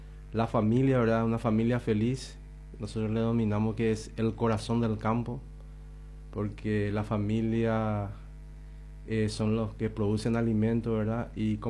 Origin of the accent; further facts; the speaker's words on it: Caaguazú, Paraguay; porque somos de Caaguazú y somos de Paraguay.